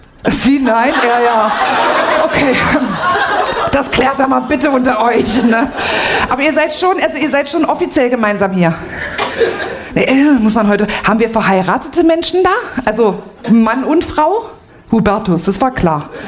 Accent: Saxony, Germany; ich habe Migrationshintergrund. Ja, ich komme aus Sachsen. Aus Dresden.

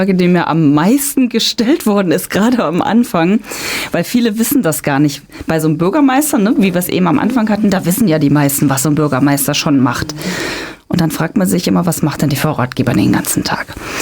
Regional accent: Hesse, Germany; Und dann habe ich hier im wunderschönen Werra-Meißner-Kreis, wo ich herkomme, endlich ein Haus gebaut.

